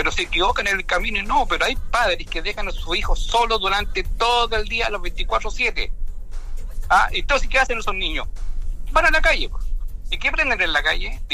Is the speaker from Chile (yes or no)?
yes; Chile; en mi Chile, en mi país